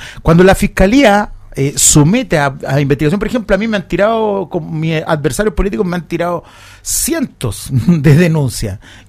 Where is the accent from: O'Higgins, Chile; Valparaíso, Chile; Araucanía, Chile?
Valparaíso, Chile; Los Andes Province; yo, que soy andino de la provincia de los Andes, calle Larguino de corazón, pero de la Aconcagua fundamentalmente